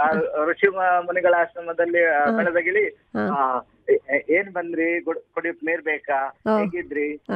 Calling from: Karnataka, India; ಗುಣ್ಮಿಯಿಂದ.

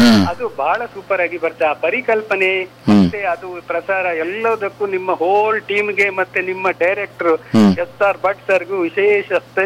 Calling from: Karnataka, India; ಈಗ ನೋಡಿ ಇಲ್ಲಿ ಕರಾವಳಿಯಲ್ಲಿ ಜಾಸ್ತಿ ಇತ್ತದು

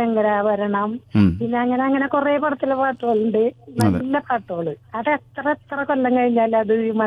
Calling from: Pazhuvil, Kerala, India; തൃപ്രയാർ അടുത്തുണ്ട്

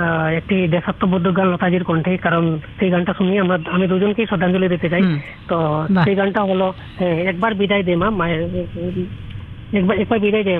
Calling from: Dharmanagar, Tripura, India; আমি ধর্মনগর থেকে

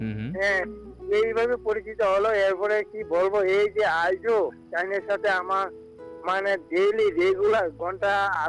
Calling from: Tripura, India; আমি ত্রিপুরা থেকে এসেছিলাম।

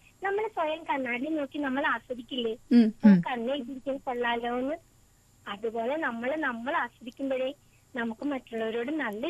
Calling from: Ernakulam, Kerala, India; ഞാൻ എറണാകുളത്തിൽ നിന്നാണ് വിളിക്കുക.

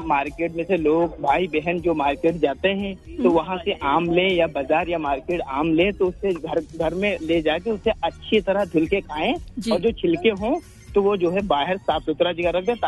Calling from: Rampur Katra, Uttar Pradesh, India; मेरा कस्बा रामपुर कटरा बाराबंकी

